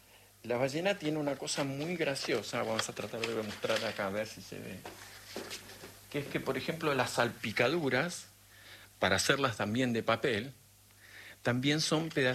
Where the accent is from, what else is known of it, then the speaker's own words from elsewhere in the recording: Bariloche, Río Negro, Argentina; also born or lived in El Manso; pasé de la escuela alemana de Bariloche, yo nací en Bariloche, a la Escuela Rural del Manso.